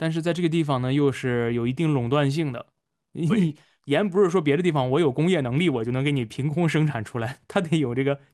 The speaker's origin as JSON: {"language": "Chinese", "region": "Shanxi", "country": "China", "said": "我是山西人，然后山西也有一个地方产盐，产湖盐，就是山西运城。"}